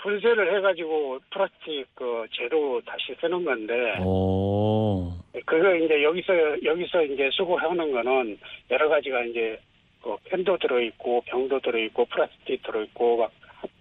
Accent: Gochang, North Jeolla, South Korea; 고향은 전라북도 고창인데요.

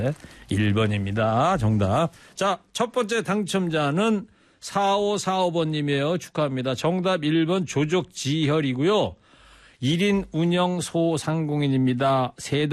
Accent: Anseong, Gyeonggi Province, South Korea; 제 고향이 경기도 안성시 삼중면이거든요.

